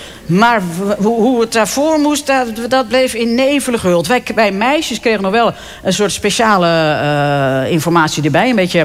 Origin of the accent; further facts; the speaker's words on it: Haarlem, North Holland, Netherlands; Het was weliswaar de wilde jaren 60 dat ik ben geboren. Maar dat was bij ons in Haarlem-Noord kennelijk nog niet helemaal doorgedrongen.